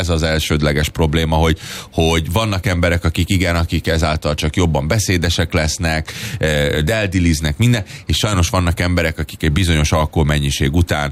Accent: Budapest, Hungary; moved away; hát ugye ott nőttem fel

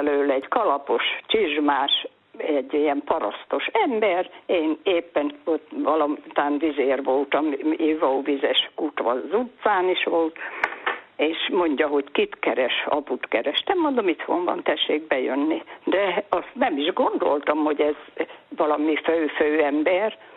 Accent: Szabolcs-Szatmár-Bereg, Hungary

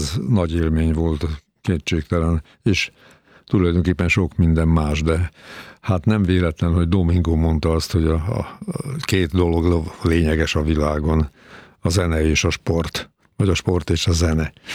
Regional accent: Hungary; mert hogy magyarok vagyunk.

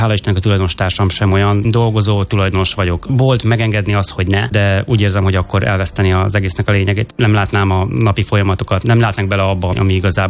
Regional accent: Siófok, Somogy, Hungary; moved away as an adult; also born or lived in United States; now in Budapest, Hungary; Én Siófoki balatoni gyerek vagyok, Siófokon születtem, és ott is tanultam, szakácsként végeztem az ottani kereskedelmi és szakmunkás iskolában.

